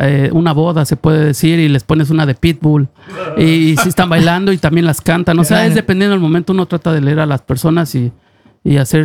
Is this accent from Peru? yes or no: no; Mexico; moved away as an adult; now in Norway; soy DJ, vengo de México